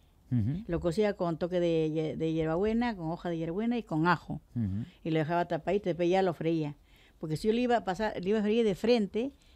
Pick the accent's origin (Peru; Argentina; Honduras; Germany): Peru; Huaral, Lima; moved away; Yo la verdad me iba a Guaral, yo soy de Guaral.